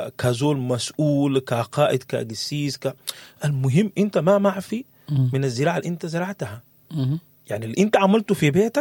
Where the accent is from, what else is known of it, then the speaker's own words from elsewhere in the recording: Sudan; الوضع الراهن في السودان ما جاء عن فراغ, في حاجات لابد احنا نقربها كسودانيين